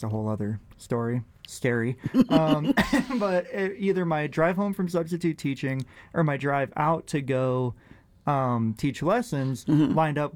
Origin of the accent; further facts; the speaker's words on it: California, United States; also born or lived in Maryland; now in Denver, United States; Yeah, I moved originally. Here from California, but I was born in Maryland.